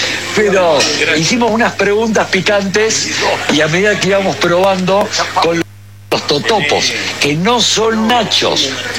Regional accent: Argentina

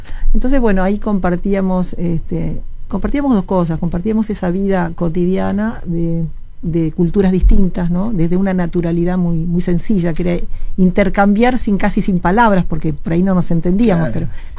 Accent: Ramos Mejía, Buenos Aires Province, Argentina; una infancia en Ramos Mejía, en una casa grande, tipo colonial, con una biblioteca gigante

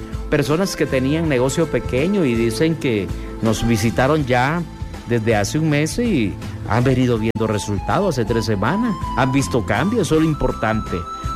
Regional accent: Peru; now in Honduras; Venimos desde Perú, somos peruanos.

